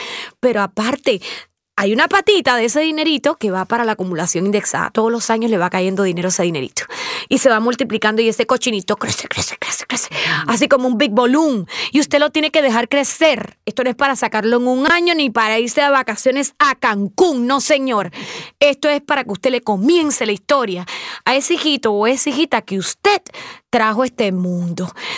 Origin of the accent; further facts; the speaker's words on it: Cuba; Una vez más, soy una cubana de corazón internacional, pero estos traumas de niña jamás se me olvidarán.